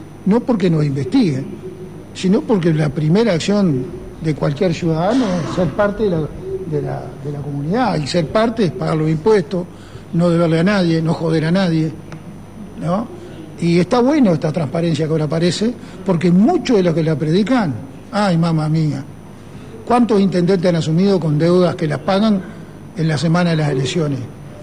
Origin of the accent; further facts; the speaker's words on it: La Paloma, Rocha, Uruguay; mi pueblo, ya, en La Paloma, en Rocha